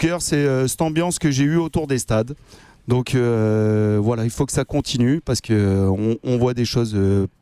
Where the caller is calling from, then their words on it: Paris, Île-de-France, France; en tant que Parisien, je suis allé à Toulon, j'ai été très bien reçu.